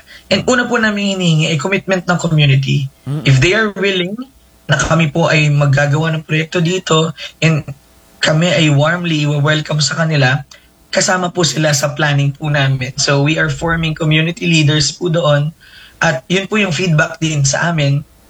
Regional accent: Paete, Laguna, Philippines; ang bayan po ng Paete ay ang carving capital of the Philippines and arts capital of Laguna. Sobrang ganda po ng bayan namin

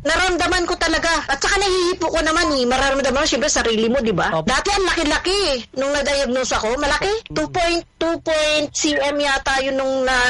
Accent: Bacoor, Cavite, Philippines; now in Hong Kong; Taga Molino Bacoa ako. Tapos, nandito ko ngayon sa Hong Kong. DH ako dito.

